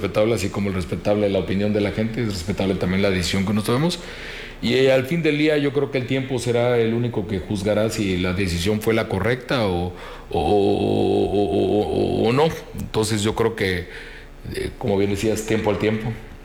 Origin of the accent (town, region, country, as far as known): Mexico